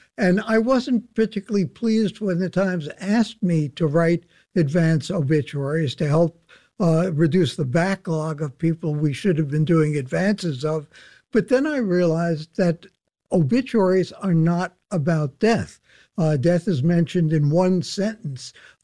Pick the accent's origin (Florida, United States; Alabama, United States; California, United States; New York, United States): New York, United States; New York City; coming from a family growing up in Brooklyn